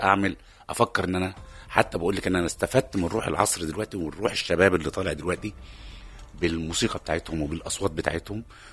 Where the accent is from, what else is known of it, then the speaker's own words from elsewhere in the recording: Egypt; عندنا في مصر